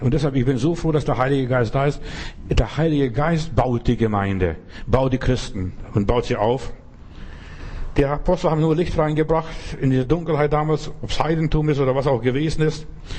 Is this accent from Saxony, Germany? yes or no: no; Bavaria, Germany; ich bin ja in Bayern groß geworden, ich weiß, da war so schön, Kapelle so am Weg irgendwo